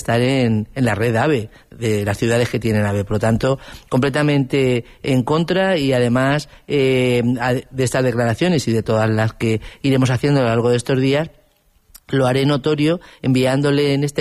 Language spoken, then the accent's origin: Spanish; Castilla-La Mancha, Spain; Somos el corazón de la Mancha